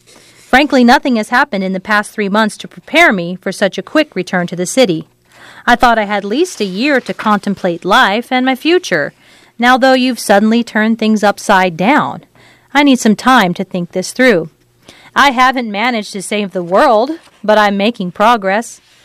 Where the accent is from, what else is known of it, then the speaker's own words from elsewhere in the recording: New York, United States; I'm a New Yorker, Andy. More so now than 3 months ago.